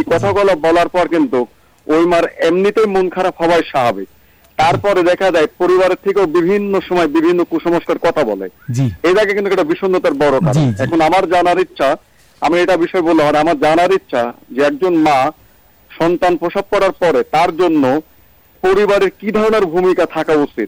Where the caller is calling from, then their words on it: Ishwardi, Rajshahi Division, Bangladesh; সভাপতি প্রতিবন্ধী পুনর্বাসন ও মানবাধিকার সমিতি, ঈশ্বরদী পাবনা।